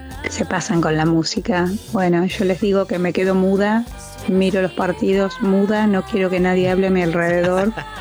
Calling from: Tandil, Buenos Aires Province, Argentina; soy de Tandil.

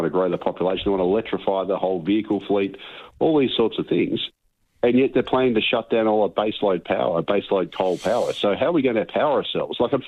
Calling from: Melbourne, Victoria, Australia; Now I'm calling you from Victoria or from Melbourne in particular

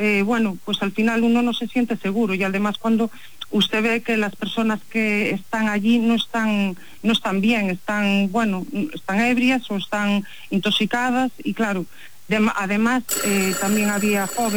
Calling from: Pontevedra, Galicia, Spain

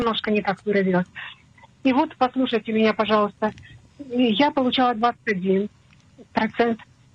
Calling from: Tel Aviv, Tel Aviv District, Israel; из Тель-Авива. Мне 78 лет.

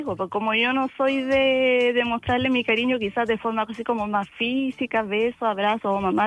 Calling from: Quilicura, Santiago Metropolitan Region, Chile; Llamo desde Quilicura.

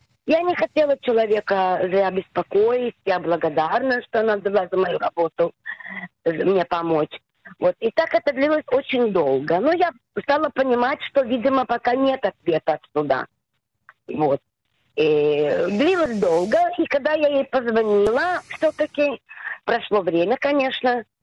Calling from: Tel Aviv, Tel Aviv District, Israel; Я звоню с Тель-Авива

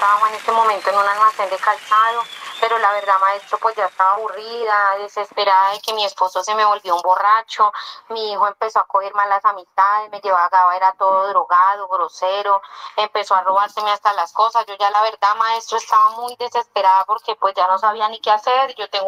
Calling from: Garagoa, Boyacá, Colombia; Desde acá, desde Garagoa, Boyacá

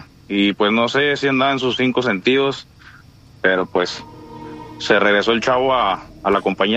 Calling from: Dallas, Texas, United States; yo soy de Dallas, Texas, ¿verdad?

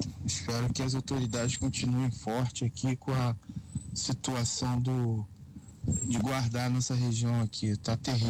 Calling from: Rio de Janeiro, Brazil; taxista. Rapaz, tô falando aqui de Jacarepaguá, eu moro aqui pela área do Anil aqui

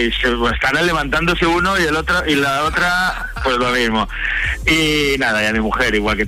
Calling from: La Puebla de Farnals, Valencian Community, Spain; estamos en la Puebla de Farnals.

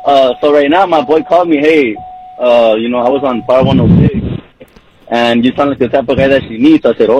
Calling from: Los Angeles, California, United States; I'm 28. I'm not from San Fernando, but I live in Pacoima.

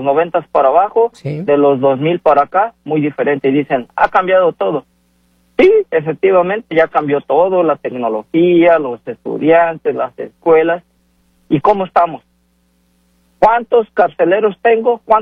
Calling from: Mexico

